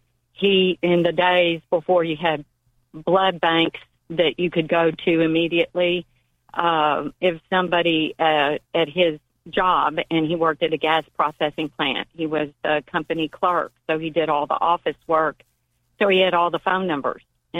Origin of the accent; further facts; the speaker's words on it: Sealy, Texas, United States; I'm actually from Seeley, mm-hmm. Texas, which is about 20 miles east of Columbus.